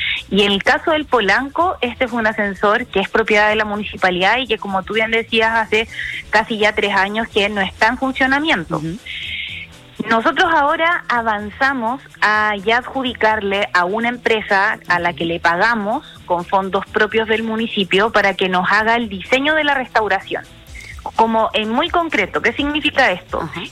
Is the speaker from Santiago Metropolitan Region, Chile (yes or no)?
no; Valparaíso, Chile; todos los que somos acá de Valparaíso.